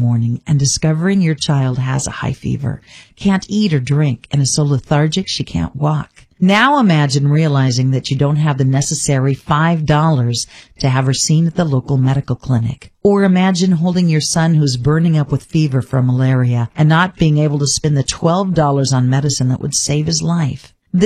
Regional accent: Oregon, United States; You know, I grew up here in Douglas County. My parents grew up in Douglas County.

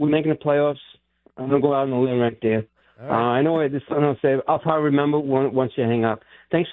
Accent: New York City, New York, United States; now in East Windsor, United States; I'm from Staten Island originally, and I live in Exit 8.

